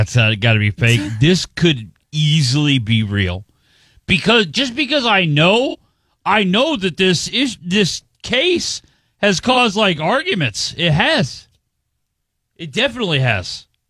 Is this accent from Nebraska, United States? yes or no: yes; Nebraska, United States; I'm from Nebraska.